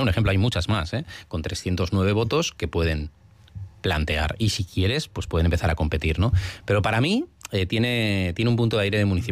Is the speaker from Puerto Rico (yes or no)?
no; Basque Country, Spain; yo soy una persona de orden, como buen vasco